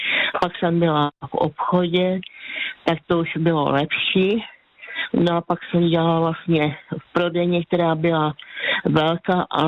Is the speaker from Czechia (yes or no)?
no; Považie, Slovakia; now in Czech Republic; No, protože prostě já jsem z Vážska, tam je zase jiná nářečí